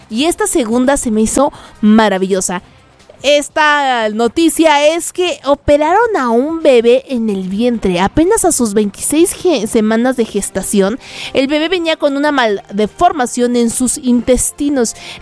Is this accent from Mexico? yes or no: yes; Mexico; aquí todos somos mexicanos.